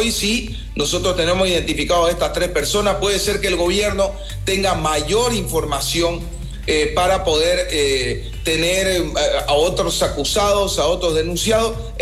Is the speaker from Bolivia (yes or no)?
yes; Bolivia; como pueblo boliviano, como ciudadanía